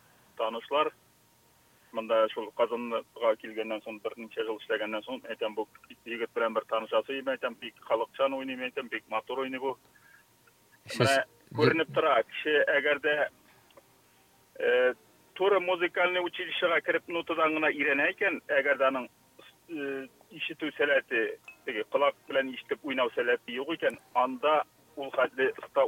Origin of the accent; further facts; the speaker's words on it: Tatarstan, Russia; now in Novaya Nikolaevka, Russia; Без мин үзем Яшел Үзән районыннан. Яшим хәзер Яңа Николаевкада.